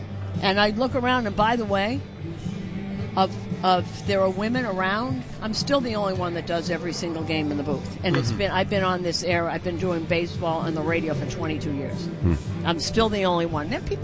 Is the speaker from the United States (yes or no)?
yes; Boston, Massachusetts, United States; But I grew up in Boston, obviously you can tell. In Boston, it was not a big deal.